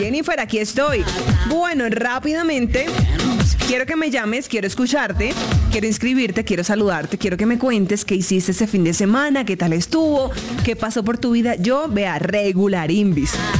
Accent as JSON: {"language": "Spanish", "country": "Colombia", "said": "Esa colombiana, Noruega, ni rubia soy."}